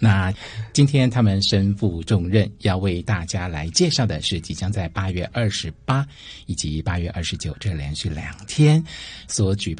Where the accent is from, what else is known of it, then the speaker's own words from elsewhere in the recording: Tainan, Taiwan; 我们都是台南人对不对？